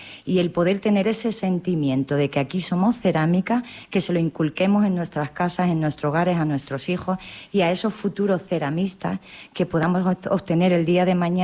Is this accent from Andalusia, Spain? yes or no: no; Talavera de la Reina, Castilla-La Mancha, Spain; Me he tatuado la cerámica de Talavera como buena talaverana.